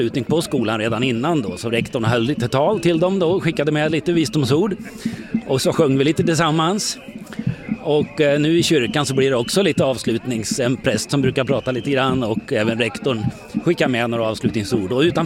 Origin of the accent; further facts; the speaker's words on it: Karlskoga, Örebro County, Sweden; moved away; Jag är uppvuxen i Karlskoga, så att jag inte är härifrån.